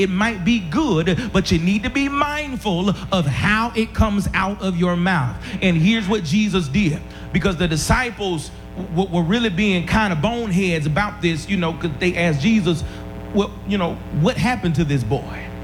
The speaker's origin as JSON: {"language": "English", "region": "Alabama", "country": "United States", "said": "I'm from the big city of ML, Alabama, where dreams come to live, where dreams come to reality."}